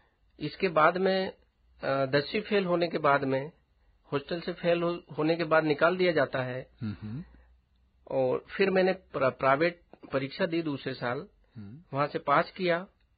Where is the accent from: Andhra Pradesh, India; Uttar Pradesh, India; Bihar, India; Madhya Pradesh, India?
Madhya Pradesh, India; Dewas district; also born or lived in Kannod; मैं मूल रूप से देवास जिले की कन्नौज तहसील का एक गांव है छोटा सा भंडारिया। मैं मूल रूप से वहां का निवासी हूं और अल्प आयु में ही पिता का देहांत होने के बाद मेरी शिक्षा दीक्षा कन्नौज में हुई